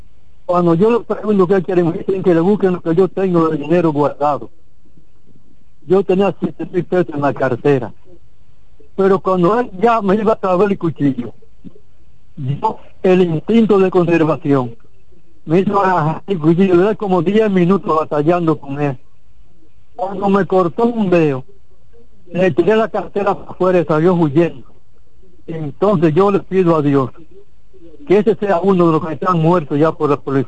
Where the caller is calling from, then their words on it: La Vega, Dominican Republic; le llamo desde La Vega.